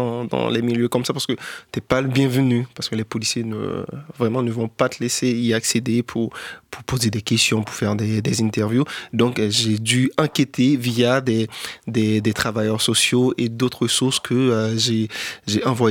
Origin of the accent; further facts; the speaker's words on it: Haiti; moved away; Au fait, en 2019, avant de quitter Haïti, parce que j'ai quitté Haïti en juin 2019, j'avais déjà commencé à travailler sur en fait, la condition de détention des mineurs dans les prisons en Haïti